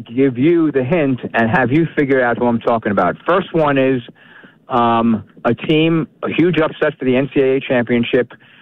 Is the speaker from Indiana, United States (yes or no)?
no; New York, United States; I grew up in New York. nobody loved Joe Namath more than me.